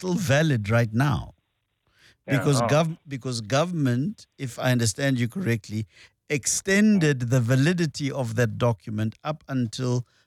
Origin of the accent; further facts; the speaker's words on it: South Africa; Yes, I grew up in South Africa